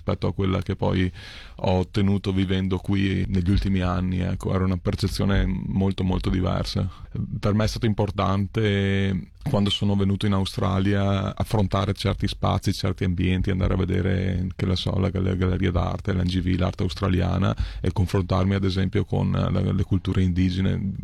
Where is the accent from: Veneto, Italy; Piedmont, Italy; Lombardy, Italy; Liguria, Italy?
Veneto, Italy; Castelfranco Veneto; Beh, io sono cresciuto a Castelfranco, Veneto, in provincia di Treviso. Sono vissuto lì, poi ho studiato a Venezia.